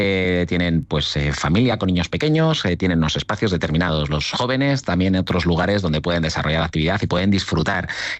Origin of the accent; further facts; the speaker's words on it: Burgos, Castile and León, Spain; Así es, soy de aquí, de Burgos, nacido en Burgos